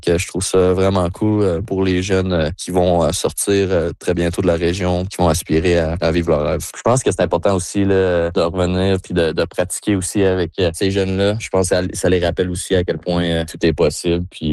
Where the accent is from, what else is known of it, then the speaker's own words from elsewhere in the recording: Val-d'Or, Quebec, Canada; moved away; lorsque j'ai grandi là, en Abitibi-Témiscamingue